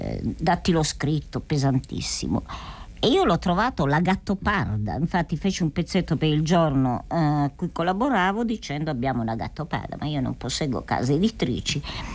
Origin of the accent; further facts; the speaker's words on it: Calabria, Italy; Io sono meridionale, sono calabrese